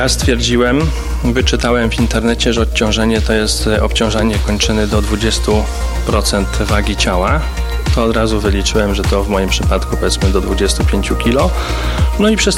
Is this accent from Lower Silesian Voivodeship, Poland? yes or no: yes; Jelenia Góra, Lower Silesian Voivodeship, Poland